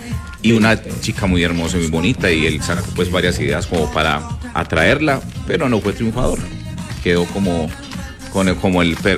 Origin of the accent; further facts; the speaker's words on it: Boyacá, Colombia; Y uno como buen gomelo boyacense tenía en el bolsillo de la camisa una peinilla, un espejo y un paquete de cigarrillos.